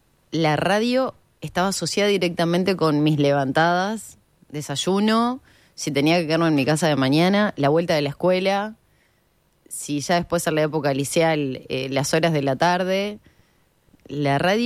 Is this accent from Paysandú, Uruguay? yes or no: no; Canelones, Uruguay; Soy canaria.